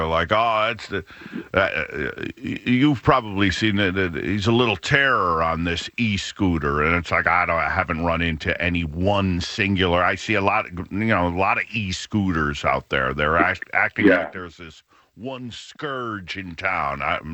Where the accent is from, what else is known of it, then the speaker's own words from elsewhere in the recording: New Haven, Connecticut, United States; I grew up in Morris Cove. We had sidewalks.